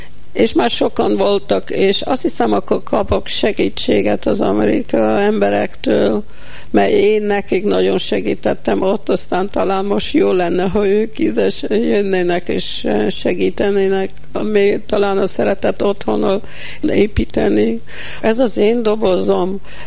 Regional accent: Hungary; moved away; also born or lived in United States; és itt nőttem föl gyerekkoromban. Úgyhogy nagy körbe körül szaladtam, és hazajöttem, és biztos az emberek meg fogják azt érteni, hogy idevaló vagyok.

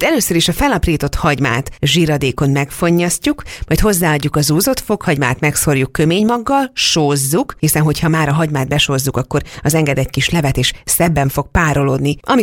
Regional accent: Hungary

